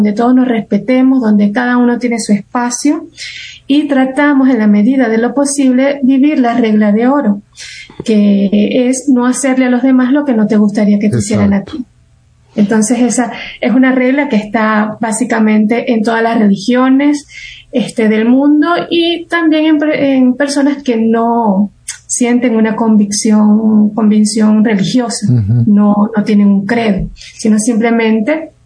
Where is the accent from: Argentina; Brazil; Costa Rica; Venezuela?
Venezuela; moved away as an adult; now in Santo Domingo, Dominican Republic; yo soy venezolana. Yo vivo en una comunidad, yo soy una laica consagrada. Como bien decía Zenaida, de la Iglesia Católica. Y estoy acá en República Dominicana